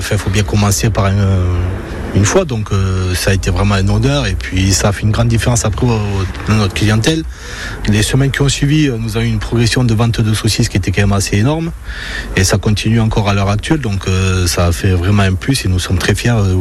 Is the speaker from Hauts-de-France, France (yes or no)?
no; Occitanie, France; moi je suis du Gers, donc voilà, graisse de canard.